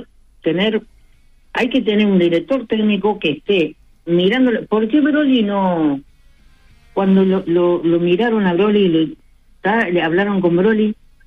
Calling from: Uruguay; yo soy uruguaya, tengo sangre tana, pero yo soy más tana que uruguaya

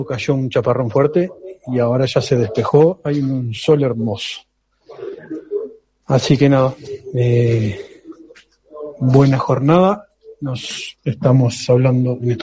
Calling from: Tala, Canelones, Uruguay; por acá, por Tala

